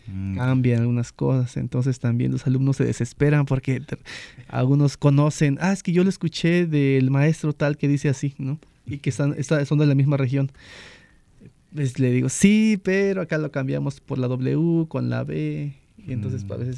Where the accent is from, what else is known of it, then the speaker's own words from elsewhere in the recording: Veracruz, Mexico; en nuestro estado de Veracruz tenemos 18 lenguas indígenas